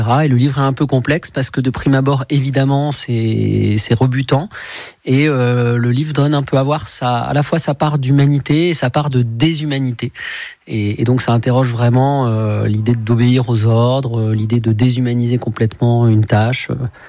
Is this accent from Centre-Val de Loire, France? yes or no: yes; Véretz, Centre-Val de Loire, France; je suis de Véretz